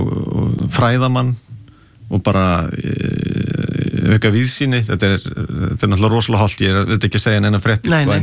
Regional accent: Garðabær, Capital Region, Iceland; born or raised there; also born or lived in Breiðholt

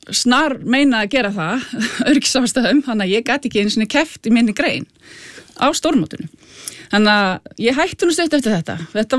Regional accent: Hafnarfjordur, Capital Region, Iceland; Já, ég kem úr Hafnarfirði. Ég ólst upp í Klausturhvammi og hérna...

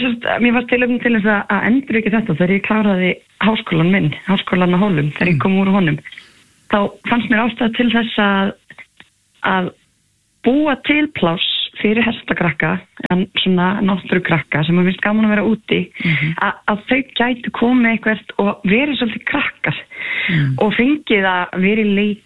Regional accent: Landsveit, Southern Region, Iceland; also born or lived in Leirubakka; við alveg austur á Árbakka sem líka í Landsveit, neðustu bara í Landsveit.

